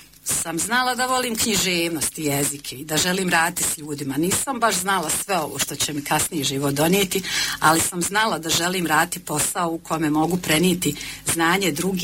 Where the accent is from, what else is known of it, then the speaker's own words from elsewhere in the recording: Gračanica, Federation of Bosnia and Herzegovina, Bosnia & Herzegovina; Sjećam se tog svog djetinjstva, evo neke ću vam crtice izvući iz njega. Znači, iz Sokola smo do škole u Gračanici tokom rata znali pješašti oko 7 km, nas nekoliko drugara zajedno.